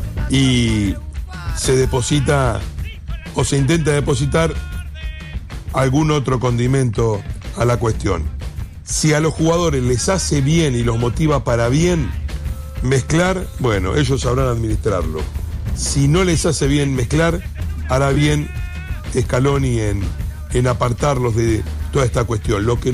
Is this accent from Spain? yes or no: no; Argentina; Pero somos argentinos, como dice